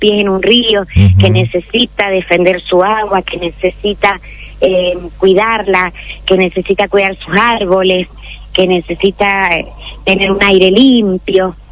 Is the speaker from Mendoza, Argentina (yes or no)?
yes; Mendoza, Argentina; born there; en la zona centro, que es de donde yo soy originaria, porque digamos de donde yo nací en realidad